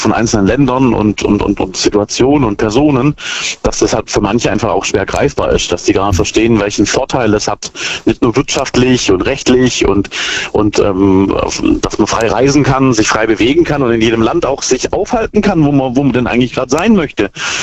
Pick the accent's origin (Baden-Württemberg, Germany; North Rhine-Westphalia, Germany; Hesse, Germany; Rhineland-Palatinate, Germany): Baden-Württemberg, Germany; Brackenheim; Hey, ich komme aus Backenheim.